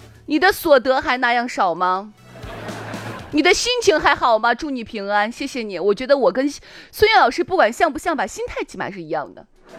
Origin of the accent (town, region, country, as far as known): Shaanxi, China; accent: Shaanxi dialect